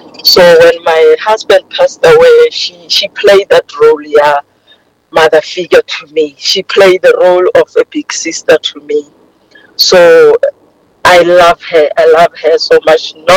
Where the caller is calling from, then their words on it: Limpopo, South Africa; Limpopo, we are from Limpopo.